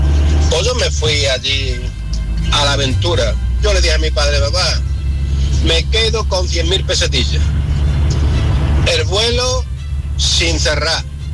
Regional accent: Nerva, Andalusia, Spain; moved away as an adult; also born or lived in Palma; now in Málaga, Spain; Pues de eso hace ya 39 años que yo salí de Nerva.

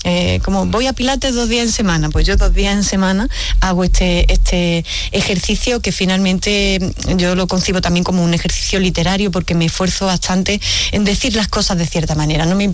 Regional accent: Jaén, Andalusia, Spain; now in Seville, Spain; Yo soy trianera de Jaén

